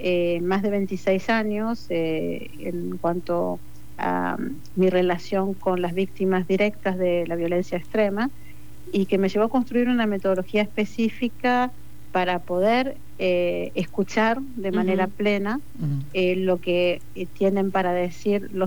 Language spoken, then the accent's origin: Spanish; Pergamino, Buenos Aires Province, Argentina; vengo de la ciudad de Pergamino